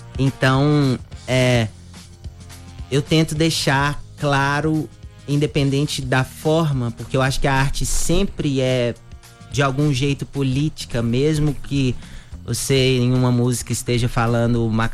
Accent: Belo Horizonte, Minas Gerais, Brazil

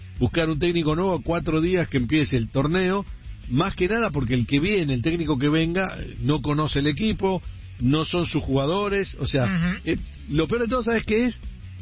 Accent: Buenos Aires, Argentina; No, yo no soy de Tucumán, yo soy de Buenos Aires y yo estudié tres años en la Facultad de Arquitectura, en la UBA, la Universidad de Buenos Aires

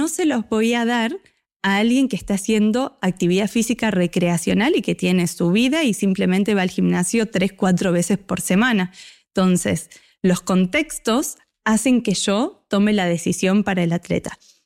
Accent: Necochea, Buenos Aires Province, Argentina; soy de Necochea

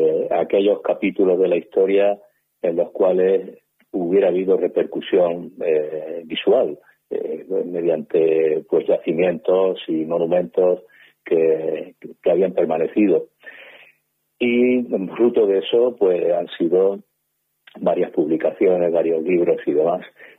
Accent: Marmolejo, Andalusia, Spain; No, soy jaenero también, soy de Marmolejo, natural de Marmolejo.

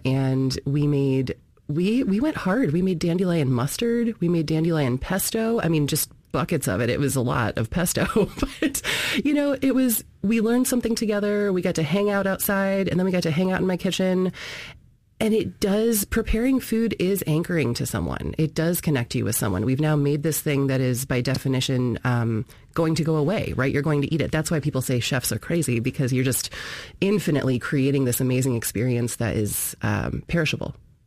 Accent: Ohio, United States; now in Alaska, United States; It's like, I'm not of here. I grew up in Ohio, and I did bring my food traditions with me.

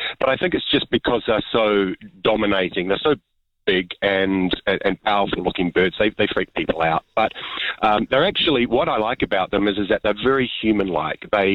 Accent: Wellington, New Zealand; also born or lived in Australia; I grew up in Wellington, and I saw them hanging off a fence when I was a child

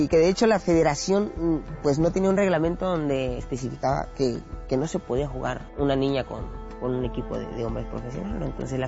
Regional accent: Mexico City, Mexico; born there; Yo nací en el DF, ahí empecé a jugar con un equipo de niños donde jugaba mi hermano.

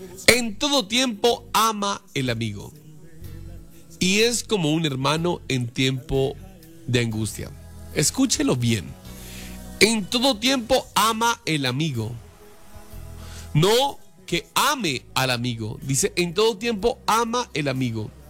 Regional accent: Valle del Cauca, Colombia; now in Ibagué, Colombia; Me interpretaron mal porque yo soy del Valle y en el Valle hablamos así, y en el Tolima hablan diferente, y en Fresno hablamos de una forma, pero acá en Ibagué de otra.

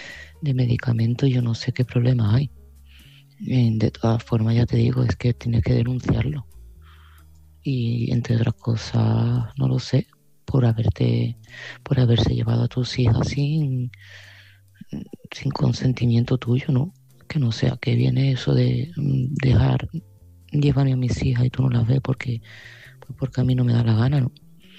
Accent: Seville, Andalusia, Spain

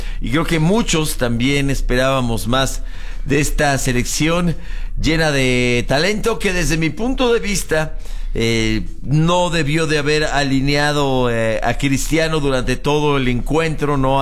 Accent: Mexico; Yo soy mexicano.

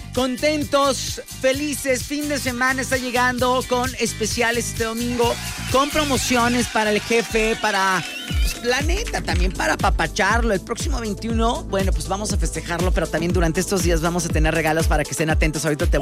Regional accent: Mexico; Verdad, eso, como pueblo mexicano, somos yo creo que el número uno para hacerlo.

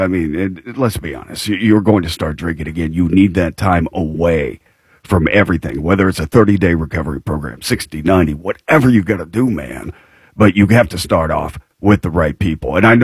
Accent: Rochester, Indiana, United States; Rochester, Indiana. Yeah, went to high school there. I was a Rochester Zebra.

